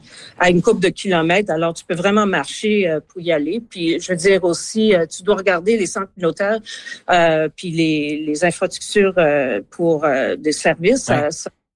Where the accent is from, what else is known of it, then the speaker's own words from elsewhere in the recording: Winnipeg, Manitoba, Canada; Oui, j'habite à Saint-Boniface.